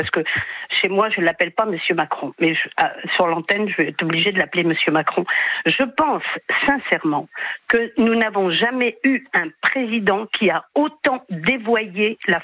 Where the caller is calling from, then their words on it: Chalon-sur-Saône, Bourgogne-Franche-Comté, France; Moi, je suis de Chalon-sur-Saône avec Gilles Gatret.